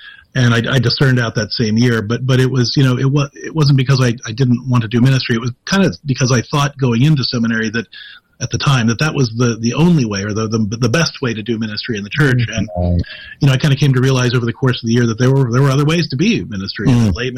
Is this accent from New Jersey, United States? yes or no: no; Clairton, Pennsylvania, United States; also born or lived in Ohio; I grew up in Clareton, Pennsylvania, which is the first place that The Deer Hunter was filmed